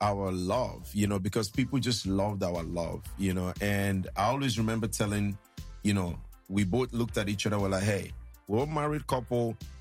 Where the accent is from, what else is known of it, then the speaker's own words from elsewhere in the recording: Lagos, Nigeria; now in United States; But I was born and raised in Lagos.